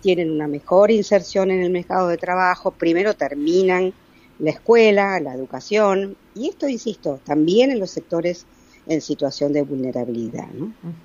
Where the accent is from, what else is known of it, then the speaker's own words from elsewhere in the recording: Buenos Aires, Argentina; De Ciudad de Buenos Aires